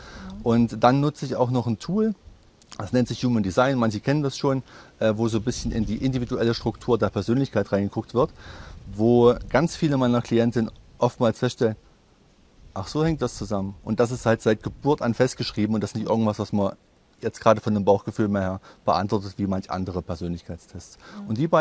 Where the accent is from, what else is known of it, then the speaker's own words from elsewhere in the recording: Teuchern, Saxony-Anhalt, Germany; Ich komme aus Teuchern, das ist in der Nähe von Weißenfels, genau. Ja. Und bin dort geboren, war kurze Zeit mal in Großstadt unterwegs und bin jetzt wieder aufgrund der Ruhe, der schönen Ruhe hier, zurückgekehrt.